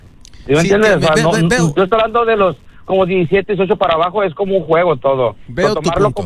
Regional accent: Mexicali, Baja California, Mexico; also born or lived in Michoacán; Sí, o sea, Michoacán, pero criado en Mexicali, por eso tengo un acento entre...

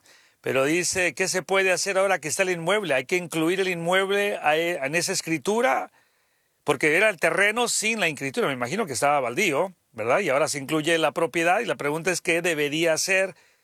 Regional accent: Nayarit, Mexico; moved away; nosotros allá en nuestro lindo Nayarit.

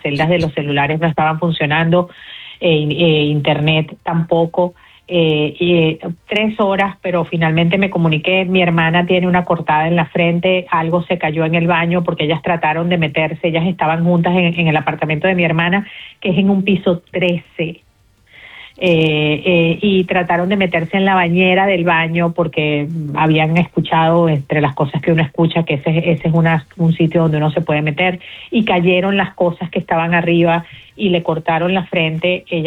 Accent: Venezuela; moved away; mi mamá vive en Caracas, mi hermana vive en Caracas. Yo estoy viviendo esto no solamente como activista, sino como venezolana directamente afectada por mi familia.

